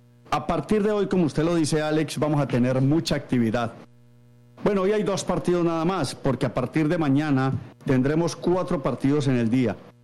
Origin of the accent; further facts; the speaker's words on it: Colombia; nosotros como colombianos, pues nos emocionamos